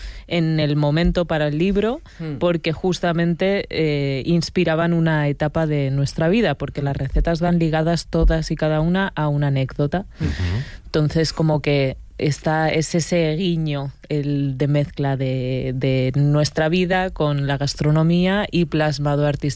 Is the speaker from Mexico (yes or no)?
no; Extremadura, Spain; Es que yo soy muy extremeña.